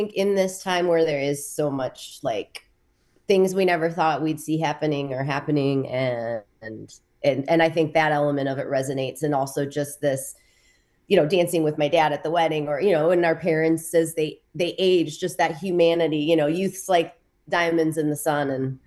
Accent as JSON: {"language": "English", "region": "Midwest", "country": "United States", "also_born_or_lived": "California / Iowa", "moved": "yes", "lives_now": "Minnesota, United States", "said": "I lived in California then. I'm from the Midwest. But it's just like this Minnesota pull, because my husband's in Rochester. So I kind of live in Minnesota now."}